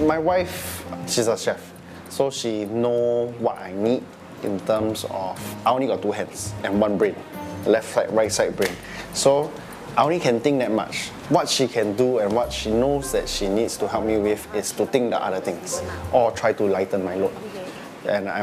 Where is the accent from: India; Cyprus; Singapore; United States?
Singapore; As a Singaporean, you know, when our friends come or overseas or foreigner comes, you always want to show them, hey, I want to show you good food, follow me.